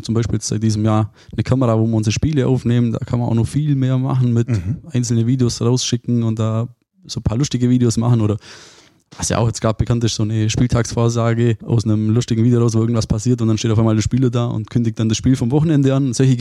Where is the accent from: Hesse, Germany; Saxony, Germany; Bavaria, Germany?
Bavaria, Germany; Memmingen; born there; Ja, ich bin gebürtig aus Bayern, also Memmingen geboren. Von dem her, ich bezeichne mich immer so ein bisschen als Exil-Württemberger, wohne auch direkt an der Grenze.